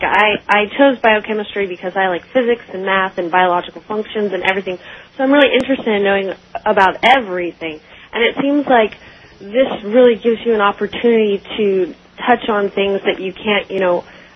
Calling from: Sacramento, California, United States; I'm in Sacramento, California.

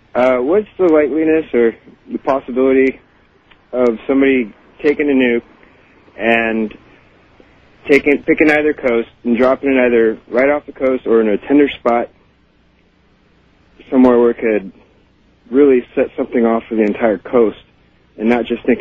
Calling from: San Diego, California, United States; in San Diego.

